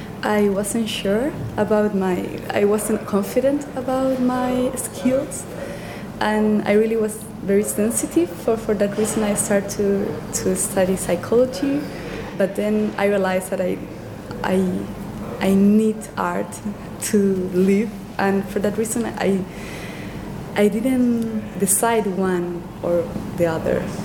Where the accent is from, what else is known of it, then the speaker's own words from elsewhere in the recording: Santiago, Chile; English is a second language; moved away as an adult; also born or lived in Valdivia; now in London, United Kingdom; I'm from Chile, and I'm here in London from just 4 months ago. I'm studying now the Master in Fine Arts, which I chose. So it's my first time here, but all my life I live in Chile.